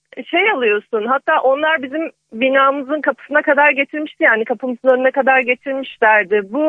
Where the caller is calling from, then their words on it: Istanbul, Turkey; Maltepe'den.